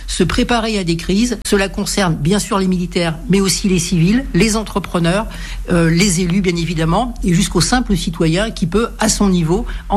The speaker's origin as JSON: {"language": "French", "town": "Saint-Florent", "region": "Corsica", "country": "France", "tie": "born or raised there", "said": "Donc, ben moi, je suis de Saint-Florent, donc Saint-Florent, le plus beau village de Corse"}